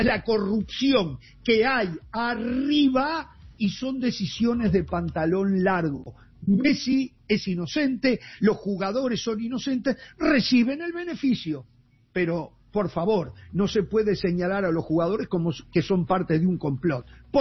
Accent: Uruguay; soy uruguayo, los argentinos lo tienen así, nosotros lo tenemos así.

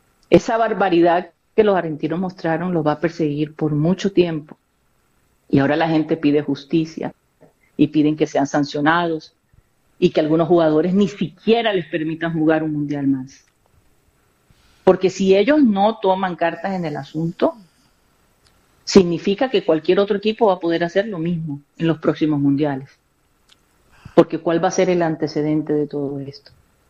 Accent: Colombia; decíamos que éramos colombianos, nos asociaban inmediatamente con la mafia, que son, era la minoría. Pero nosotros como colombianos llevábamos eso a cuesta.

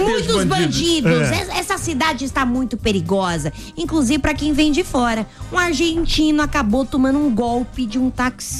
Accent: Portugal; Eu sou português.

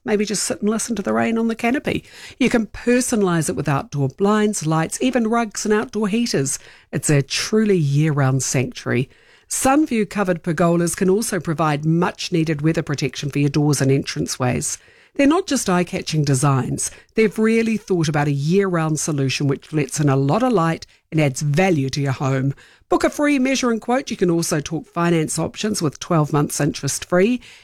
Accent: New Zealand; my hubby is Dutch, I'm a Kiwi.

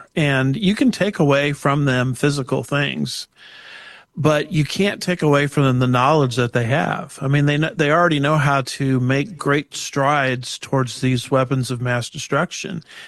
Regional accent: United States; as an American

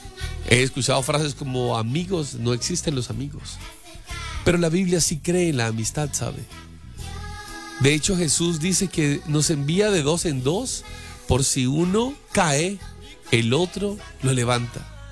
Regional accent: Valle del Cauca, Colombia; Me interpretaron mal porque yo soy del Valle y en el Valle hablamos así, y en el Tolima hablan diferente

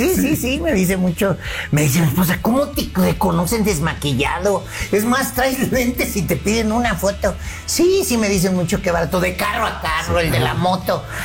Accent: Mexico City, Mexico; born there; No, yo nací, pues sí, en la Ciudad de México.

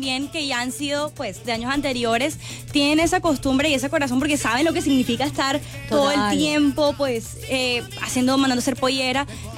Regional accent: Barranquilla, Atlántico, Colombia; somos nosotros los barranquilleros

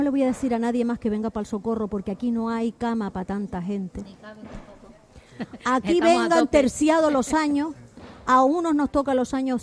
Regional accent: Güímar, Canary Islands, Spain; te vas a La Laguna y dices, no, yo soy de Guimar. Te vas a Madrid y te encuentras dos tipos de guimareros.

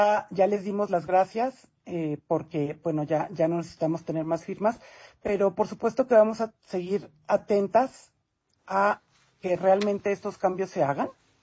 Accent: Nayarit, Mexico; para las personas que somos de Nayarit, que vivimos ahí

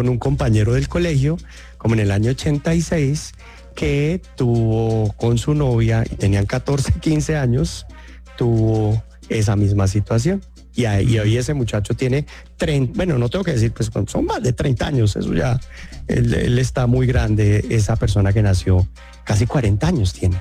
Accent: Colombia

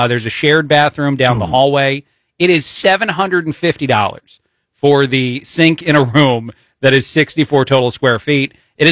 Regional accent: New Jersey, United States; born there; also born or lived in Chicago; And I'm not even originally from Illinois. I lived there for a long time. I lived in Chicago. I was born in New Jersey.

